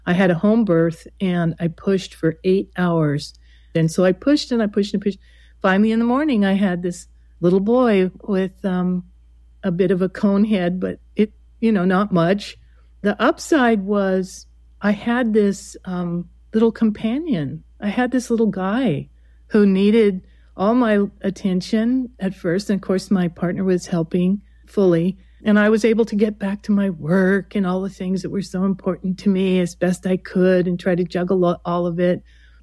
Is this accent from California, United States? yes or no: yes; California, United States; and she's from Wyoming and I'm from California.